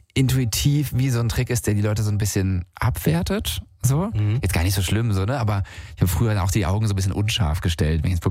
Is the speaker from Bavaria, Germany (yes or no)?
no; Hesse, Germany; ich komme selber aus der Ecke Odenwald